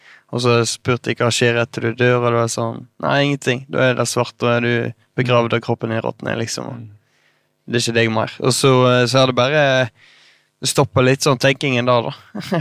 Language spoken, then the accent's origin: Norwegian; Øystese, Vestland, Norway; also born or lived in Bergen; Nei, jeg ble født her I Bergen, men... Jeg flyttet tidlig, eller familien flyttet tidlig til Øystese, der ligger I Hardangerfjorden, litt sånn sørøst for Bergen. Når jeg var tre da, så flyttet vi der og bygde hus og ja, vokste opp I en ganske trygg og god familie.